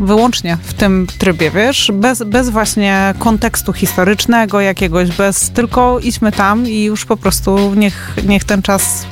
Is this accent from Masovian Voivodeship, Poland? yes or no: yes; Warsaw, Masovian Voivodeship, Poland; jestem z Mokotowa i też tam bywam.